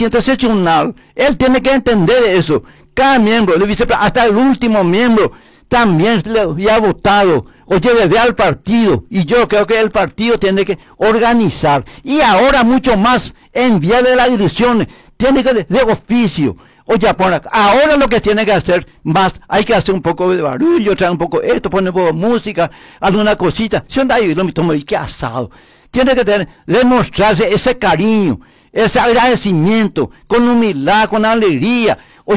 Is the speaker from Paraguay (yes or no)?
yes; Carapeguá, Paraguarí, Paraguay; como colorado, como ciudadano carapegüeño paraguayo